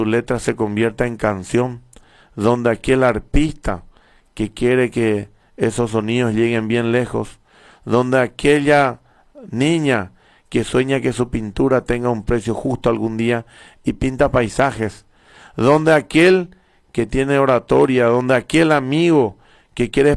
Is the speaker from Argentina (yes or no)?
no; Carapeguá, Paraguarí, Paraguay; soy como ustedes, soy de aquí, soy de esta tierra, amo mi pueblo